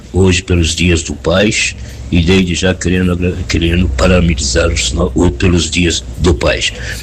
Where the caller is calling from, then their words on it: Catanduva, São Paulo, Brazil; Somos aqui de Catanduva, Eu, a … … minha mulher, o Cairo, meu filho.